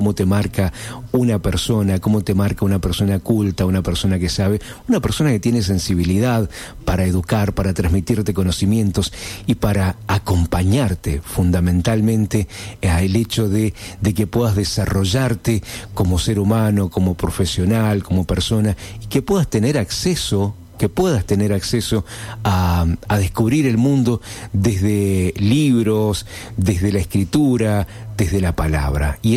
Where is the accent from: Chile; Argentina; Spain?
Argentina; Rodeo del Medio, Mendoza; also born or lived in Guaymallén; Mi adolescencia más pequeña, mi preadolescencia, estuvo en mi infancia en Rodeo del Medio, zona de Pedregal, zona de Maipú. Y al llegar a Guaymallén era todo la dinámica, el ritmo de vida era mucho más ágil, era mucho más rápido.